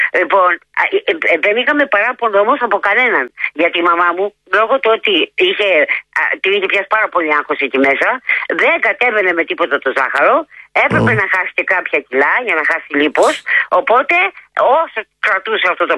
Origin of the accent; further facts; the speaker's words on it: Chalcis, Central Greece, Greece; Γιατί είμαι από τη Χαλκίδα και δεν τη γυρίζω πίσω.